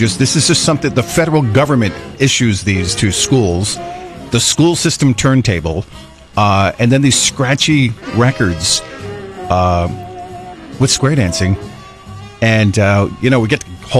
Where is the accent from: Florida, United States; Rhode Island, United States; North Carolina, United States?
Rhode Island, United States; Of course I do. Are you kidding me? I grew up in Rhode Island.